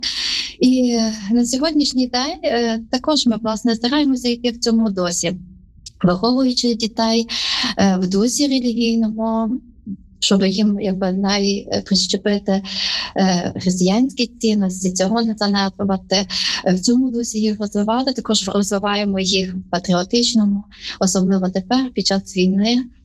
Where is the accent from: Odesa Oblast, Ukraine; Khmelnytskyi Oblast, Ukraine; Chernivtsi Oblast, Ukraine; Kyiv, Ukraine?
Khmelnytskyi Oblast, Ukraine; moved away; Я сама з Хмельниччини.